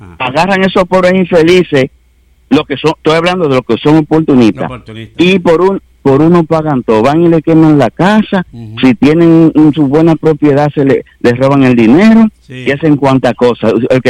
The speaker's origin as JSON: {"language": "Spanish", "country": "Dominican Republic", "said": "yo soy dominicano."}